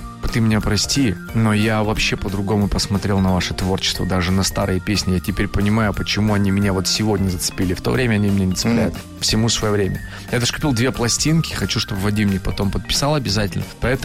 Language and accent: Russian; Chelyabinsk, Chelyabinsk Oblast, Russia; Я из Челябинска, они из Екатеринбурга, да.